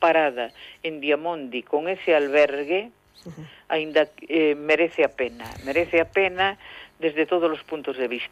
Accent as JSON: {"language": "Galician", "region": "Galicia", "country": "Spain", "said": "E os que somos aquí do Val de Lemos, pois penso que a podemos facer doadamente"}